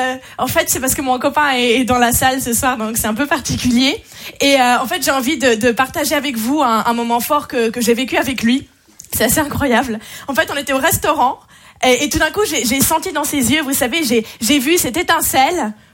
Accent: Switzerland; je viens de Suisse

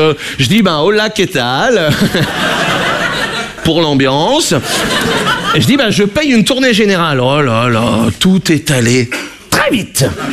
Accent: Brittany, France; Je suis breton. Moi, j'ai été accepté en Bretagne.

